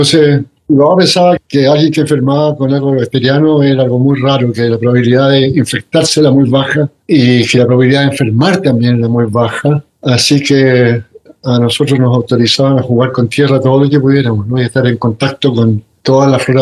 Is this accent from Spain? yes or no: no; Santiago, Santiago Metropolitan Region, Chile; born there; Yo nací en Santiago, en 1952. Soy parte de una familia numerosa, tengo 7 hermanos, soy el mayor.